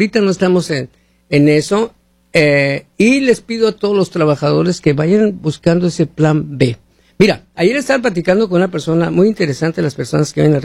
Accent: Mexico; soy mexicano, ¿eh?

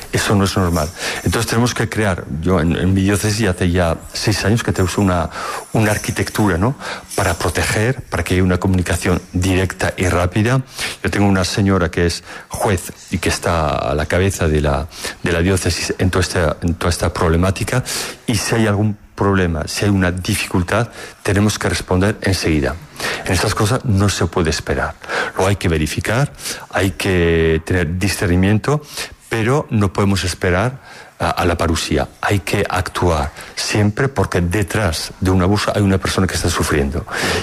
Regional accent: Navarre, Spain; moved away as an adult; now in Corsica, France; Yo soy nacido aquí y yo vivo en Francia.

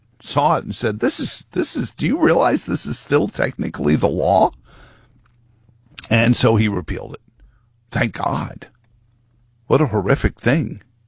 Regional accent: Virginia, United States; our past is we were also the home of Buck versus Bell, very infamous Supreme Court decision in which my home state's ability to sterilize black women because they were on public assistance.

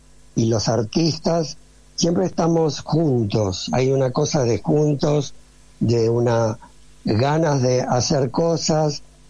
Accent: Argentina; now in Los Angeles, United States; Soy argentino

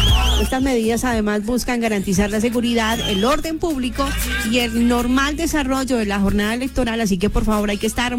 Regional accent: Colombia

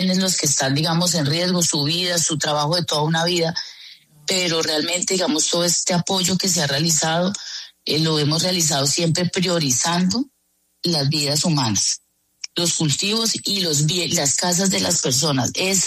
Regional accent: Colombia

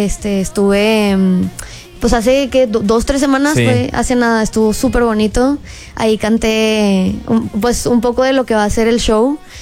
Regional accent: Monterrey, Nuevo León, Mexico; Soy de Monterrey.

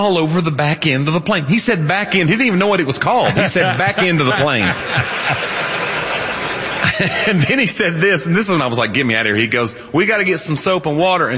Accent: the South, United States; accent: Southern; And I'm from the South, too, so people think if you hear a Southern accent, they immediately, like, start deducting IQ points.

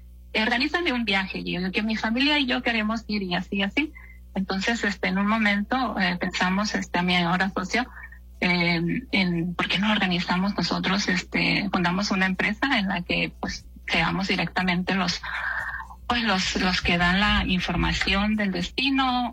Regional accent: northern Mexico, Mexico; Pues soy así es, sí, soy mexicana, decía yo. Entonces me dicen inmediatamente, qué bonito es Cancún.

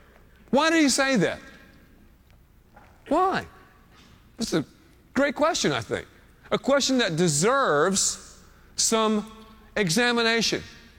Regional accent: Texas, United States; And we said, no, we're from Texas.

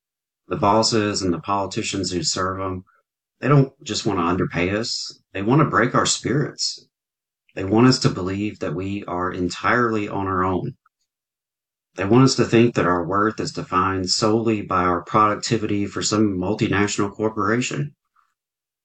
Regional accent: the South, United States; I grew up right here in the South, raised in a conservative Southern Baptist tradition.

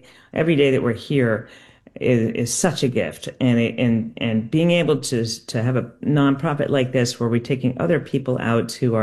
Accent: Connecticut, United States; now in Burlington, United States; And, you know, I grew up sailing in Connecticut.

